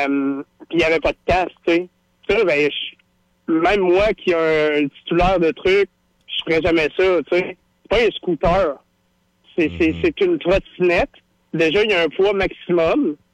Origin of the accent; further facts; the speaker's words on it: Lévis, Quebec, Canada; Ben, moi, je suis de Lévis